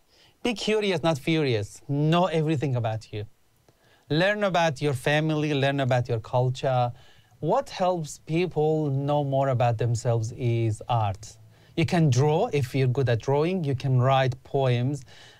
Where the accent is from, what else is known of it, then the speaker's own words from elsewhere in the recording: Australia; I can still eat halal food. I can still go to mosque. And I'm still Australian.